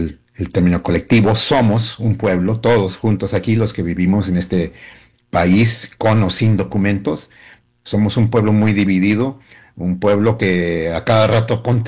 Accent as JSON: {"language": "Spanish", "country": "United States", "tie": "born there", "said": "ser hijo de esta nación, porque yo nací acá, hijo y nieto de migrantes"}